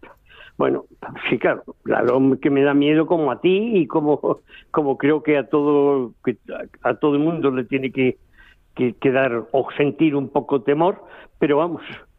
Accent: Madrid, Community of Madrid, Spain; born there; Yo he nacido en Madrid por accidente casi. Me encantaría haber nacido en Asturias, pero me considero asturiano a todos los efectos.

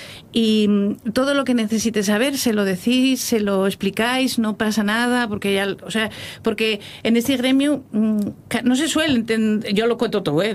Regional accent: Asturias, Spain; Yo soy muy defensora de Asturias porque soy asturiana de pura cepa. Voy a los rodajes americanos hablando en asturiano y si no me entienden, que aprenden.

